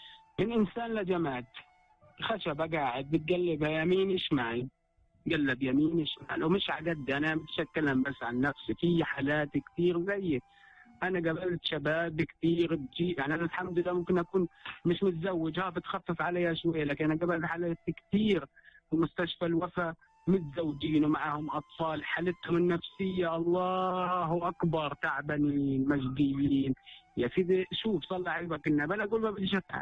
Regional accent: Palestine; أنا فلسطيني

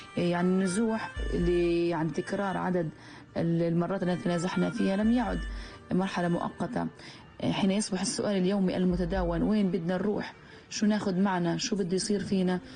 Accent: Palestine; وكأن المفتاح أصبح رمزا لمعاناتنا كفلسطينيين

